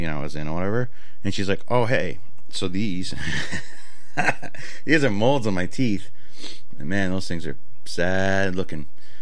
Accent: Boston, Massachusetts, United States; But I grew up in Boston, whatever.

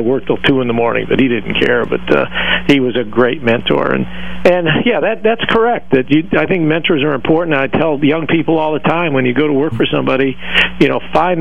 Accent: Detroit, Michigan, United States; also born or lived in Lake City, Florida / Washington, D.C. / Butte, Montana; Well, I was born in Lake City, Florida, but the year I was born, my dad joined the FBI, and I ended up growing up in Detroit and Washington, D.C., and then for my senior year at high school, I got to go to Butte, Montana.

